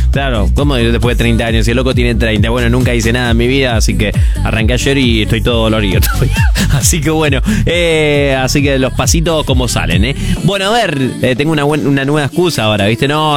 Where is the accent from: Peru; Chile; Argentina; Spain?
Argentina; Acá estamos orgullosos de ser argentinos